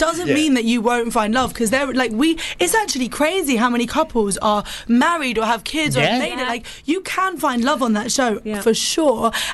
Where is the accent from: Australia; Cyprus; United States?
Cyprus; now in London, United Kingdom; because it's like the Middle Eastern connection, because I'm from Cyprus, obviously.